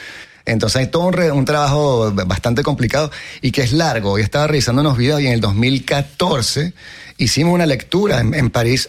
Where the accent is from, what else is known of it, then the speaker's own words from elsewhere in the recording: Venezuela; Hay muchas cosas que olvidamos como venezolanos, somos un país que tiene muy poca memoria